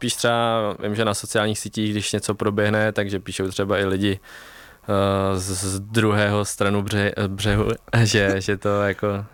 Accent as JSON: {"language": "Czech", "region": "Vysočina Region", "country": "Czechia", "said": "jsme jeli tam po naší Vysočině, odkud pocházím"}